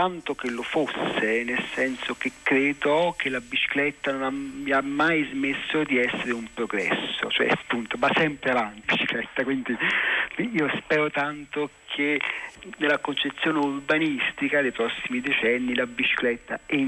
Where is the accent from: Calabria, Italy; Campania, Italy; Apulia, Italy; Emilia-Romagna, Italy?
Campania, Italy; Caserta; moved away; a Caserta, per esempio, la mia città d'origine, che è una città perfettamente pianeggiante